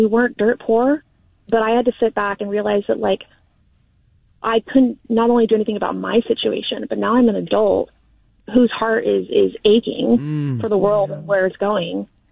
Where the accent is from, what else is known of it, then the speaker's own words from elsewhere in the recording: Martinez, California, United States; I go to San Francisco, I work in Berkeley, like, I grew up in Martinez. I see the quote unquote kind of suburban normal life.